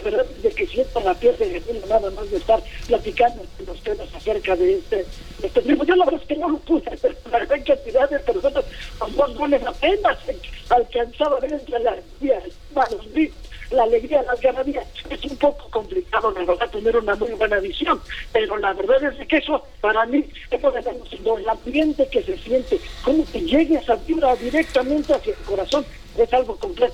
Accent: Mexico; tener esa unidad que tanto nos hace falta aquí como mexicanos

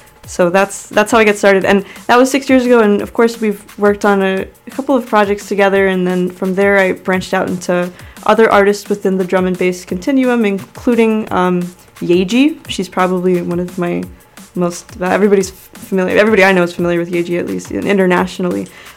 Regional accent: Queens, New York, United States; No, I'm from Queens. I'm from Ozone Park.

